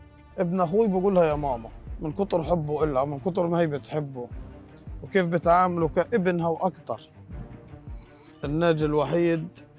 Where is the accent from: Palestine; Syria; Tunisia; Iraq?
Palestine; احنا كفلسطينيين عنا العزيمة وعنا القوة إنه نرجع نبدأ حياتنا من جديد